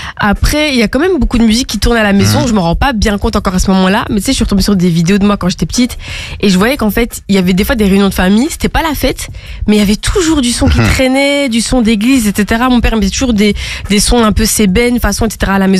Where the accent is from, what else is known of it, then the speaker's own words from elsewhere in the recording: Molenbeek, Brussels-Capital Region, Belgium; Je suis née à Molenbeek, j'ai grandi là jusqu'à mes 12 ans. Après, je suis partie dans une petite ville à côté de Bruxelles et puis je suis revenue à Bruxelles à mes 18 ans. Donc, quand même bien bruxelloise dans l'âme.